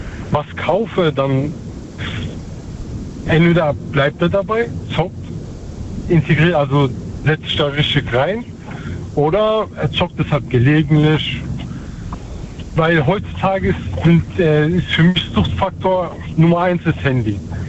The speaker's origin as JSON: {"language": "German", "town": "Schwetzingen", "region": "Baden-Württemberg", "country": "Germany", "said": "also ich komme aus Schwetzing."}